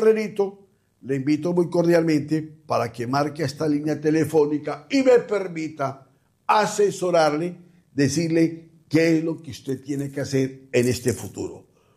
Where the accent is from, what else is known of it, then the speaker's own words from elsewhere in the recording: Mexico; moved away; de mi tierra, de México